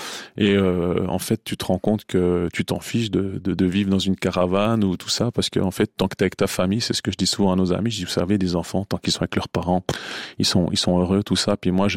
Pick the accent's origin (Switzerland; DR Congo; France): Switzerland; Courtemaîche, Jura; Je viens de Courtemèche.